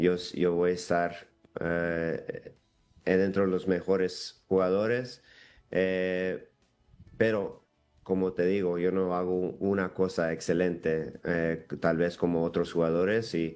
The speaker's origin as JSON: {"language": "Spanish", "town": "Los Angeles", "region": "California", "country": "United States", "tie": "born or raised there", "also_born_or_lived": "Seattle", "moved": "as an adult", "said": "Yo nací en Los Ángeles, me crecí ahí, 18 años. Y me fui al colegio, a la universidad en Seattle y ahí me quedé otros 12, 13 años ahí en Seattle. Y la verdad son dos ciudades donde crecí"}